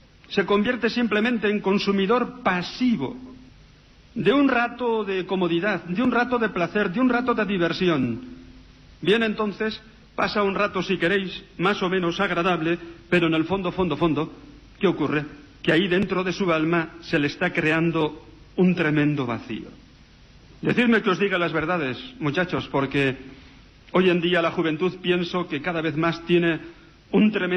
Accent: Navarre, Spain; moved away; yo soy un pueblo de la Ribera de Navarra, rico, pero inculto

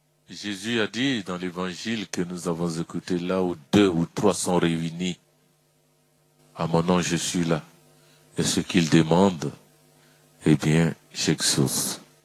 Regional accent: Abidjan, Côte d’Ivoire; J'ai grandi à Port-Bois avec un de leurs enfants

